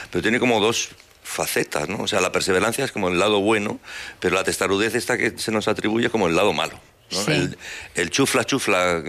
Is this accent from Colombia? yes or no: no; Zaragoza, Aragon, Spain; born there; also born or lived in Logroño; now in Barcelona, Spain; estábamos ahora viviendo ya en Zaragoza cuando el bachiller. O sea que soy maño por los cuatro costados.